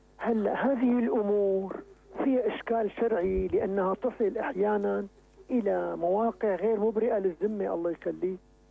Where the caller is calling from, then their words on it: Damascus, Damascus Governorate, Syria; من الشام.